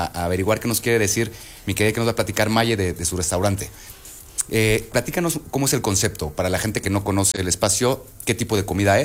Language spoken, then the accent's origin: Spanish; Mexico; Como diríamos en México